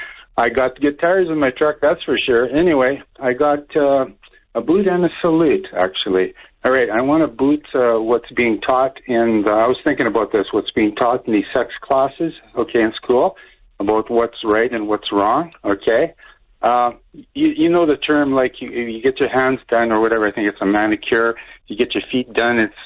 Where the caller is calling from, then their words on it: Warman, Saskatchewan, Canada; Oh, no, I'm from Warman.